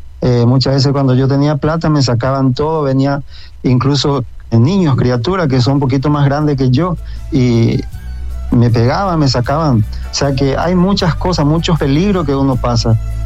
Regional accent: Pilar, Ñeembucú, Paraguay; tengo 59 años, nací acá en Pilar, Paraguay.

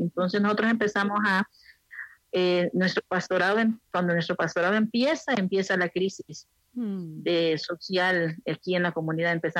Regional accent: Santa Bárbara, Honduras; born there; also born or lived in San Pedro Sula, Honduras; Nací en una aldea en Santa Bárbara, Honduras. Soy la segunda hija de 4 hijas y un hermano.

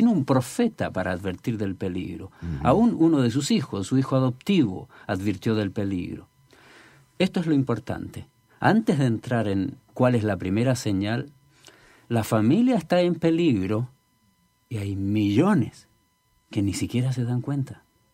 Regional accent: Chile; also born or lived in Ecuador; now in United States; yo haya tenido también la oportunidad de estar aquí en los Estados Unidos y originalmente de Chile, salir de Chile, ir al Ecuador a vivir por tanto tiempo

